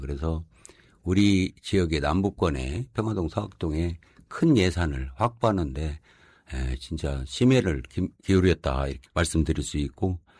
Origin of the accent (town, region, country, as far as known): Jeonju, North Jeolla, South Korea; born or raised there